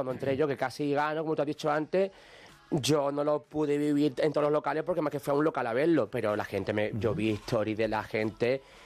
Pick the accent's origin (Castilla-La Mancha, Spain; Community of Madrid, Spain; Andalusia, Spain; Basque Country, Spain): Andalusia, Spain; Alcalá de los Gazules; pero yo vivía entonces aún en mi pueblo, en Alcalá de los Gazules.